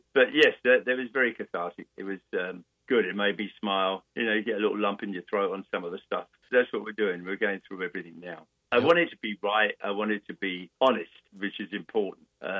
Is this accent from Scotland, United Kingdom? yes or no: no; London, United Kingdom; me growing up in London